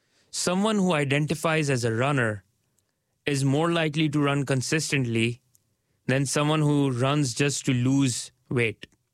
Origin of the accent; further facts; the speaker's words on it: Karachi, Sindh, Pakistan; now in Dunedin, New Zealand; Growing up in Pakistan and later moving to Aotearoa, New Zealand, I saw how environment shapes habits. My parents' home in Karachi had a courtyard where neighbors gathered every evening for tea and conversation.